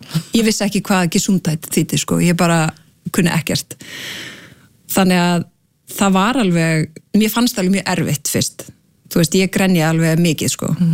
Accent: Akranes, Western Region, Iceland; eru tveir grunnskólar á Akranesi ólst upp á Vestugötu

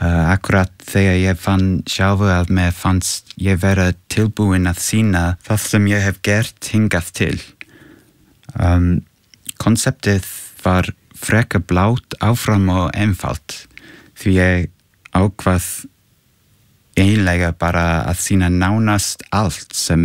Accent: England, United Kingdom; moved away as an adult; now in Iceland; Ég ólst upp á Englandi en ég hef búið á Íslandi síðustu tíu ár.

